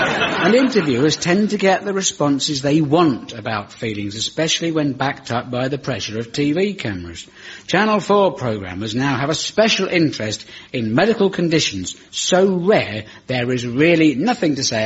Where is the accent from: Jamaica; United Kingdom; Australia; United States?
United Kingdom